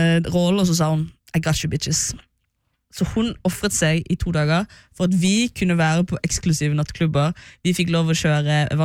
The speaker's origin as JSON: {"language": "Norwegian", "town": "Bergen", "region": "Vestland", "country": "Norway", "said": "vi er jenter fra Loddefjord, vi er jenter fra Fyllingsdal"}